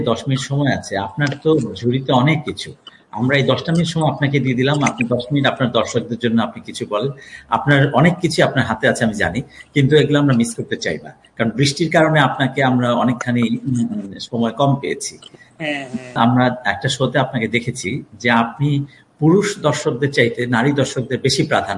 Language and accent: Bangla; Narsingdi, Dhaka Division, Bangladesh; আমার দেশের বাড়ি হচ্ছে নরসিংদী